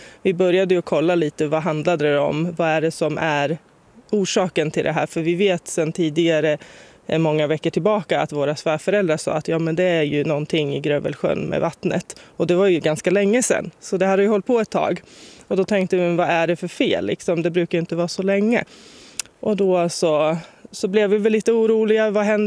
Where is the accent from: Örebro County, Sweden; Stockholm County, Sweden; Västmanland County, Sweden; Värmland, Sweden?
Örebro County, Sweden; Örebro; vi kommer från Örebro.